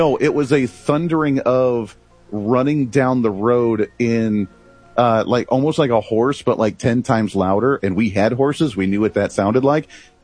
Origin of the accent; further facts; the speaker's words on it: Bailey, Colorado, United States; Look, the town that I grew up in Bailey, Colorado, we had the number one most amount of Bigfoot sightings in all the state of Colorado.